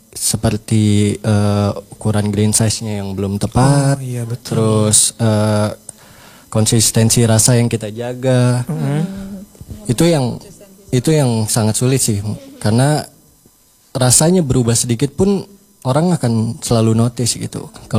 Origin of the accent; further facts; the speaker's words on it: Jakarta, Indonesia; moved away as an adult; now in Biak, Indonesia; Betul, saya dari Jakarta.